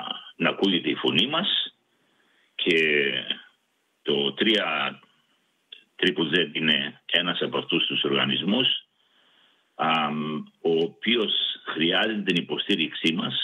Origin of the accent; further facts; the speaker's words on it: Greece; now in Australia; επειδή εμείς είμαστε Έλληνες και ακούμε το ελληνικό πρόγραμμα